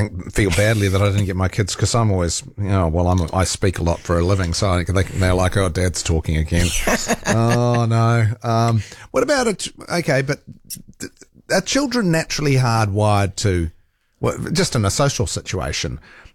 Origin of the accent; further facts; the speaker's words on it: Rotorua, Bay of Plenty, New Zealand; when I was growing up in Rotorua